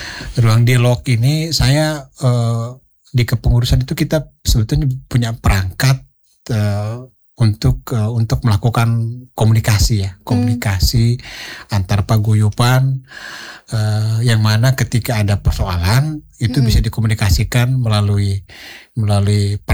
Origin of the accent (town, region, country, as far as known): East Nusa Tenggara, Indonesia; now in Kupang, Indonesia